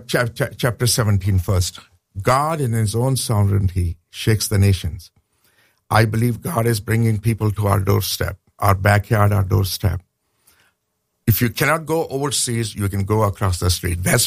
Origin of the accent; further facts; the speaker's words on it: Pakistan; I said, I'm a Christian from Pakistan.